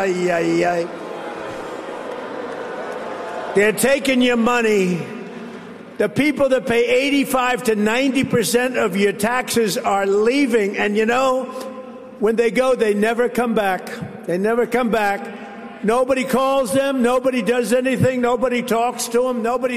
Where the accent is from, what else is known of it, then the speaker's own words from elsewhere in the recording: New York, United States; So I was born and raised in New York State, and my heart has always been here.